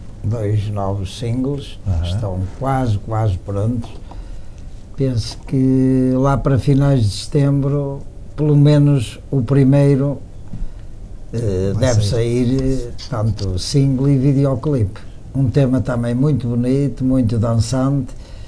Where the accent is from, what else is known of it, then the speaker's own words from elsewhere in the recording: Minho, Portugal; nós somos do Minho